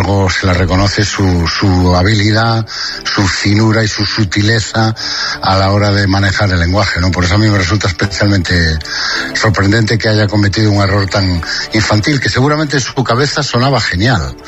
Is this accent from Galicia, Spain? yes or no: yes; Lugo, Galicia, Spain; Sí, yo soy la maña de Lugo, que es lo más gallego que se puede ser.